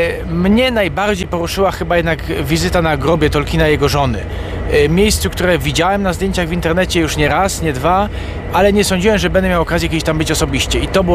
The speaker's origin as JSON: {"language": "Polish", "town": "Poznań", "region": "Greater Poland Voivodeship", "country": "Poland", "said": "z Poznania."}